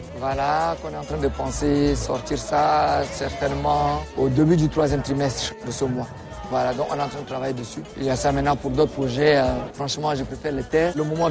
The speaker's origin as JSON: {"language": "French", "country": "Chad", "accent": "Chadian", "said": "Je suis tchadien, c'est vrai. Même ici … Bon, déjà, de par mon accent, on sait que c'est un tchadien."}